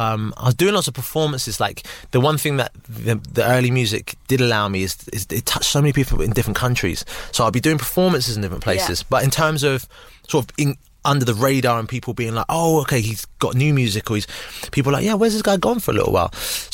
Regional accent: Southampton, South East England, United Kingdom; now in London, United Kingdom; Well, I mean, growing up in there, all you know is the environment that you're in. But when I moved out to London

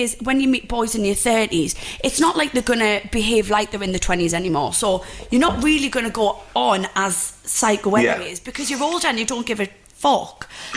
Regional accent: Newcastle upon Tyne, North East England, United Kingdom; We're Geordie girls, and we are renowned for being, like, a bit cray-cray.

